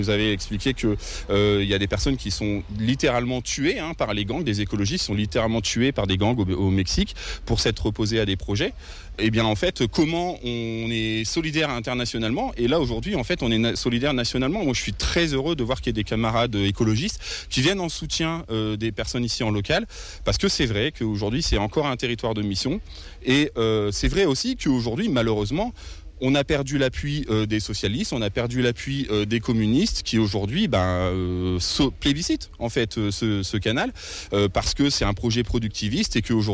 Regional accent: Oisy-le-Verger, Hauts-de-France, France; also born or lived in Douai; Moi, je suis né ici, enfin, je suis pas né ici, je suis né à Douai, mais j'ai fait de 6 ans à 22 ans Oisil-le-Verger, j'ai habité ici, donc je connais bien, c'est ma coin, comme on dit.

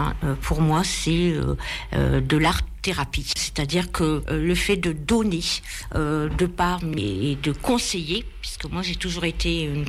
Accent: Arras, Hauts-de-France, France; moved away as an adult; also born or lived in Poitiers; Dans mon parcours, je suis partie 20 ans vivre sur Poitiers. Mais ma région, Arras, ma ville, mon beffroi

